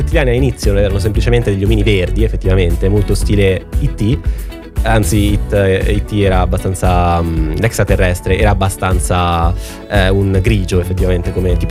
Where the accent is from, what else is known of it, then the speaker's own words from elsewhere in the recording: Nova Milanese, Lombardy, Italy; Lui era di Nova Milanese, cioè del mio paese.